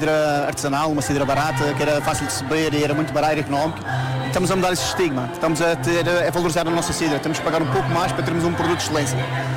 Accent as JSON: {"language": "Portuguese", "region": "Madeira", "country": "Portugal", "tie": "born or raised there", "said": "Eu sou natural do Santa Serra"}